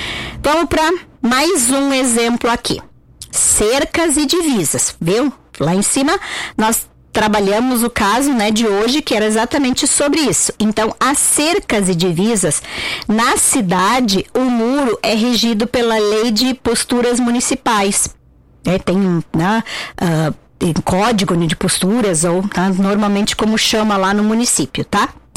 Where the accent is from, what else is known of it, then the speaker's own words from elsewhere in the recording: Nova Petrópolis, Rio Grande do Sul, Brazil; also born or lived in Porto Alegre; now in Nova Prata, Brazil; eu venho de Porto Alegre, eu sou de Nova Petrópolis, morava em Porto Alegre e agora estou aqui em Nova Prata.